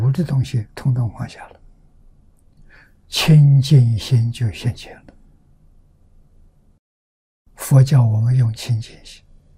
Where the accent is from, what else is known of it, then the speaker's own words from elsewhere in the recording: China; 我们中国人讲妄心、杂念、妄想